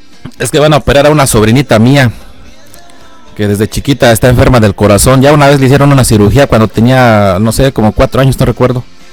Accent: Mexico; also born or lived in El Tepame; now in La Laja, Mexico; nací allá por el Tepame, pero me crié allá por la loma del Tanchinol. Ahí viví unos años en la loma del Tanchinol. Y ya últimamente me vine para La Laja.

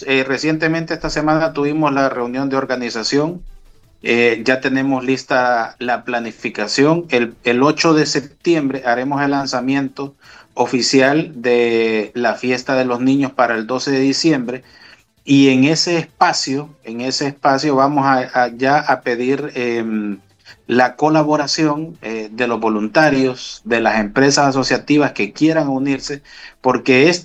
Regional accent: Honduras; lo hacemos porque somos buenos cristianos, lo hacemos porque somos buenos hondureños

